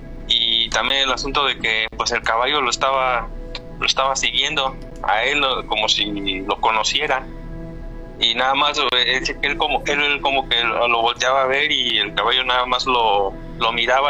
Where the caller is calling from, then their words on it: Puebla, Mexico; Somos de Puebla